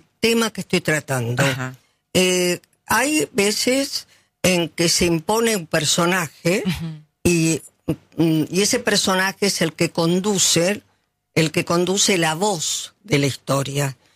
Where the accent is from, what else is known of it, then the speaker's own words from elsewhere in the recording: Martínez, Buenos Aires Province, Argentina; yo soy de Martínez